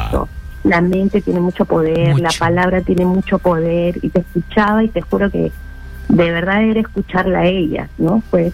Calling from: Lima, Peru; De La Victoria, te llamo de La de Victoria. De Lima.

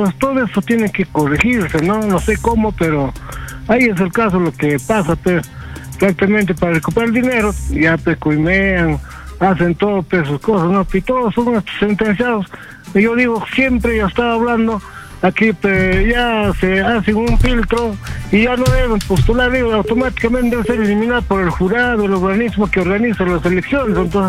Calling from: Lima, Peru; Buenos días … de Cercada de Lima.

